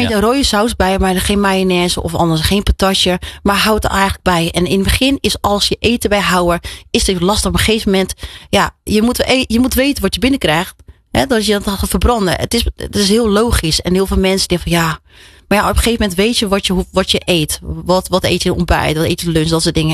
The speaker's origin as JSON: {"language": "Dutch", "town": "Rotterdam", "region": "South Holland", "country": "Netherlands", "said": "Ik zeg gewoon, ik ben gewoon een Rotterdammer."}